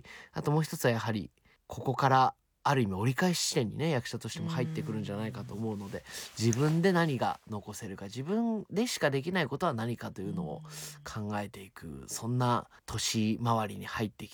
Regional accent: Tokyo, Japan; まあ、私は東京まで東京育ちですけれど、やはり父まで関西に生まれ、関西の上方という、ね、歌舞伎を大事にしているので

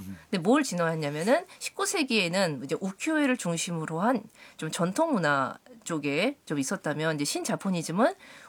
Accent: South Korea; 저는 한국인으로서

